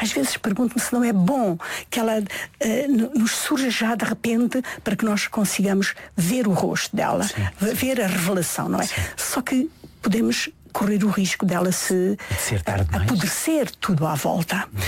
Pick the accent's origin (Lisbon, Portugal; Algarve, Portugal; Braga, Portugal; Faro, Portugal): Algarve, Portugal; born there